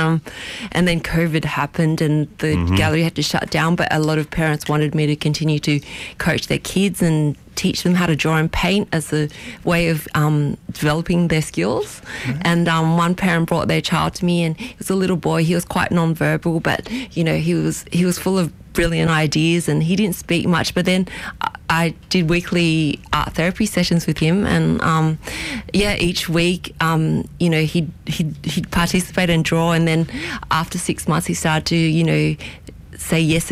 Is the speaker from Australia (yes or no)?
yes; Australia; I grew up in Australia, but my parents immigrated from Hong Kong.